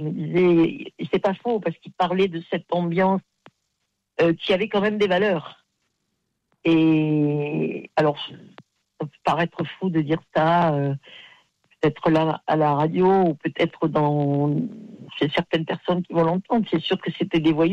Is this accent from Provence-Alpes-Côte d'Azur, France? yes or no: yes; Aix-en-Provence, Provence-Alpes-Côte d'Azur, France; Bon, moi, je l'ai connu, hein, j'étais d'Aix-en-Provence